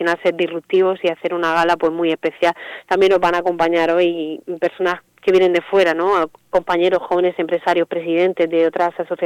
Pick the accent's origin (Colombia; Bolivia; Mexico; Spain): Spain; Region of Murcia; la región de Murcia somos muy potentes en el sector salud y en el sector de alimentación.